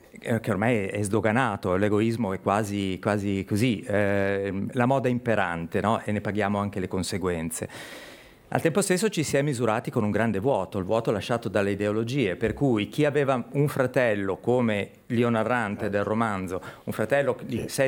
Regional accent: Chiavari, Liguria, Italy; esatto, e poi comunque sono sempre tornato a Chiavari. Me ne sono reso conto di quanto sia attaccato alla mia terra andando a vivere, certo, al di là dell'Appennino.

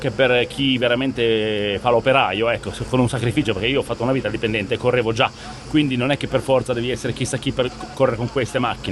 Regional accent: Liguria, Italy

